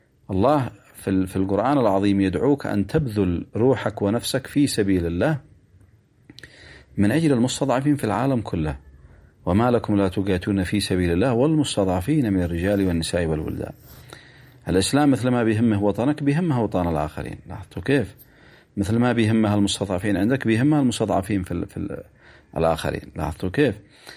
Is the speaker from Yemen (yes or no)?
yes; Yemen; كنا كيمنيين مجهولين حتى عند أنفسنا